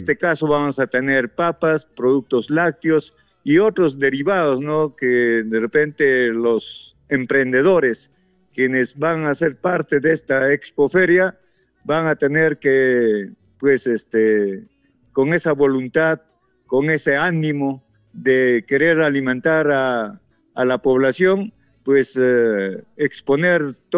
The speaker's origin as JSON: {"language": "Spanish", "town": "Quilcas", "region": "Junín", "country": "Peru", "said": "Yo no soy directamente de Comas, yo soy de la provincia de Huancayo, del distrito de Quilcas"}